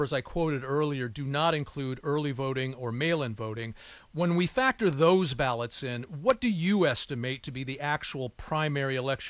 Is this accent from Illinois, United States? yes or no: no; Indiana, United States; My home state of Indiana a few months ago saw a primary turnout of just 17%.